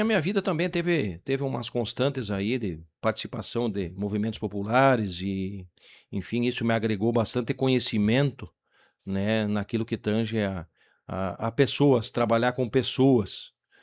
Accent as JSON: {"language": "Portuguese", "town": "Cruz Alta", "region": "Rio Grande do Sul", "country": "Brazil", "tie": "born there", "also_born_or_lived": "Fortaleza dos Valos", "moved": "yes", "lives_now": "Itaíba, Brazil", "said": "eu sou natural do município de Cruz Alta."}